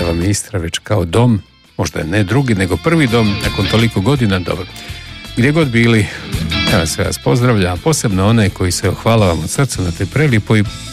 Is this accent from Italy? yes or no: no; Slavonia, Croatia; now in Zagreb, Croatia; taj naš zavičaj, vaš prvotni zavičaj, moj zavičaj, premda sam u Zagrebu 40 godina